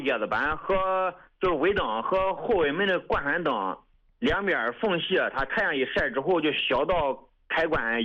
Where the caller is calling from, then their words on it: Xuzhou, Jiangsu, China; 就是徐州的。